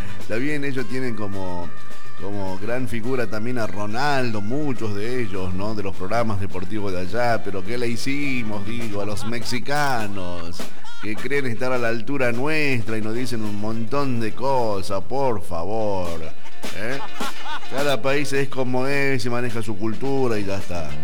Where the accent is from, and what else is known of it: Argentina